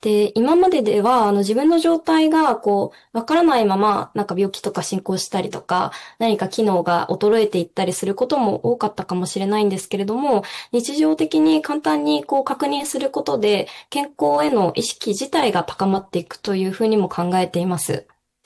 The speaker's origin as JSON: {"language": "Japanese", "region": "Hiroshima", "country": "Japan", "tie": "born or raised there", "said": "とても素敵な先生を、地元広島なんですけれども、広島で紹介していただきまして"}